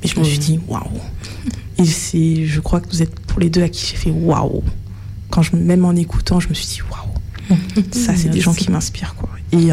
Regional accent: France; born there; also born or lived in Martinique; je suis martiniquaise, donc théoriquement, accessoirement, je suis française. Du coup, même si pour revenir de la Martinique à l'Hexagone, il y a quand même un petit voyage qui se fait, mais je n'ai pas eu de barrière de la langue, je n'ai pas eu de bouleversement particulier

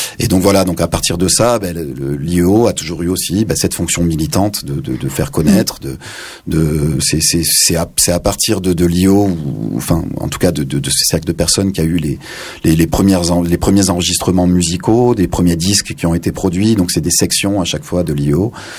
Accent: Occitanie, France; chez nous en Occitanie

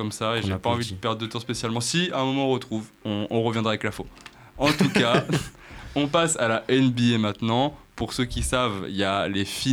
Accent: France; parce que je suis un Français totalement lambda

